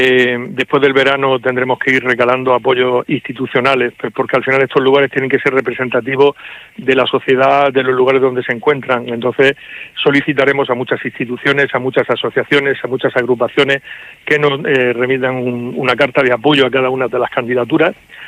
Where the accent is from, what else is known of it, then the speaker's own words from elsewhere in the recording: Region of Murcia, Spain; nosotros especialmente porque somos murcianos queremos que las candidaturas vencedoras sean las nuestras